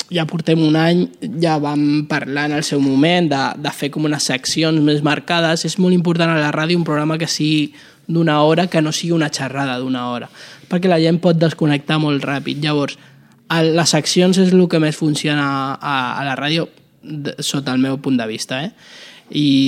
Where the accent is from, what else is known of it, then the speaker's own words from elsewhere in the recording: Uruguay; now in Spain; La meva mare, bueno, jo també vam néixer a l'Uruguai, ella feia ràdio allà i jo escoltava ràdio ja de petit.